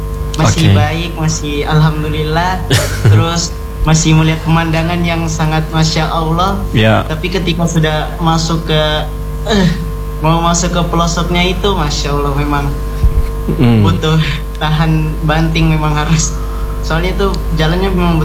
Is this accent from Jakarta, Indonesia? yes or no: no; Sorong, Southwest Papua, Indonesia; Iya, tapi besar lahir di Sorong.